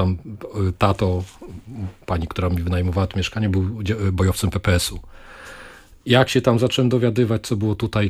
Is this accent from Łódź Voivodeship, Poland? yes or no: yes; Łódź, Łódź Voivodeship, Poland; Właśnie to jest takie ciekawe, bo wychowałem się na Abramowskiego. Później, jak to mówią, w Łodzi mieszkałem do Orla.